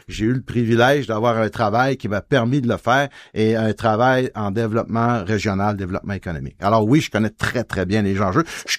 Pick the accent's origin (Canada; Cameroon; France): Canada; Sept-Îles, Quebec; Je suis quelqu'un, moi, originaire de Sept-Îles. J'ai 59 ans. J'ai grandi ici. Le plus loin, je me rappelle, c'est j'ai grandi au Vieux-Quai.